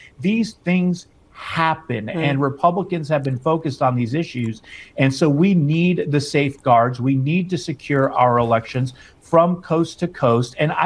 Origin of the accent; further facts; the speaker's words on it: Indiana, United States; Here in my home state of Indiana